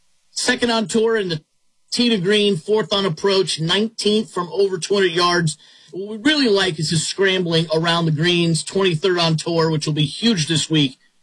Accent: Miami, Florida, United States; I grew up in Miami, grew up at the Orange Bowl with the Canes and all of that.

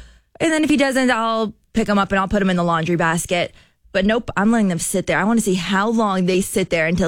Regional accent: New Jersey, United States; I speak with my hands, and I'm from New Jersey, and I'm Italian, so I use my hands a lot too.

